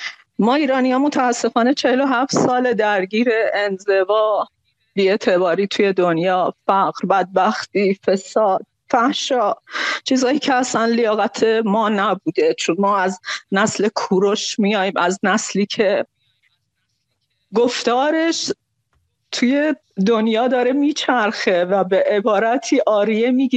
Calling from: Khuzestan, Iran; خودم خوزستانیم

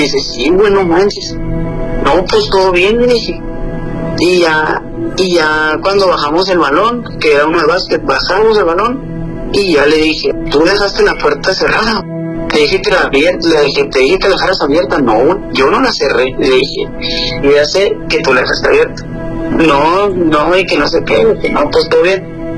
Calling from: Hermosillo, Sonora, Mexico; Desde Hermosillo, Sonora.

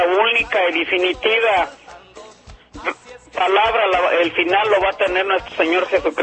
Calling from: Sanger, California, United States; Aquí de Sanger.

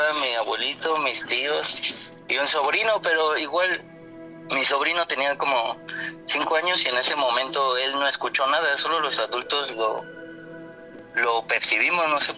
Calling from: Mexico City, Mexico; De la Ciudad de México.

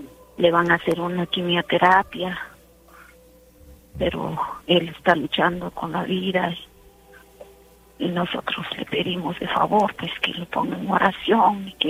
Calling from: Quetzaltenango, Guatemala; Aquí le hablo de Quetzaltenango.

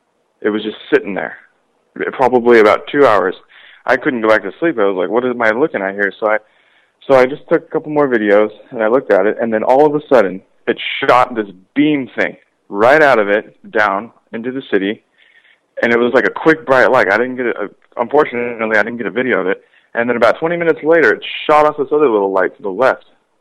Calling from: Phoenix, Arizona, United States; So I'm actually right now currently in Phoenix, Arizona.

